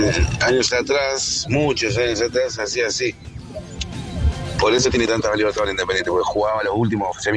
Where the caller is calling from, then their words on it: Barracas, Buenos Aires, Argentina; de Barraca